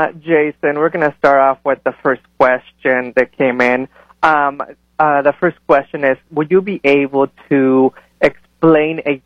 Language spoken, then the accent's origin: Spanish; Lázaro Cárdenas, Michoacán, Mexico; moved away; Yo soy de Lázaro Cárdenas, Michoacán.